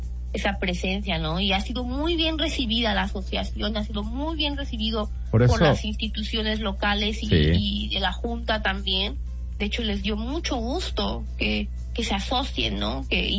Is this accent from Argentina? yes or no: no; Mexico; now in Salamanca, Spain